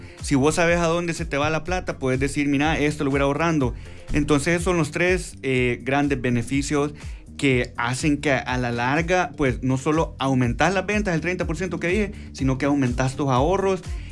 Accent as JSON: {"language": "Spanish", "country": "El Salvador", "tie": "born or raised there", "moved": "as an adult", "said": "Yo soy salvadoreño, crecí acá y luego me fui a vivir fuera. Y tras 14 años afuera, regresé a El Salvador a emprender"}